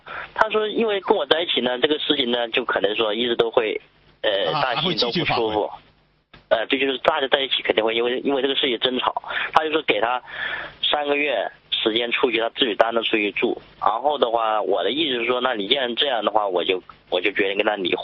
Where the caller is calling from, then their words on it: southern China, China; 因为我不是东北人，因为我是南方人